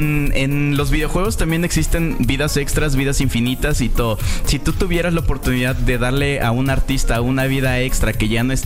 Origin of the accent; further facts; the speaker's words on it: Jalisco, Mexico; Sí, yo soy de Jalisco.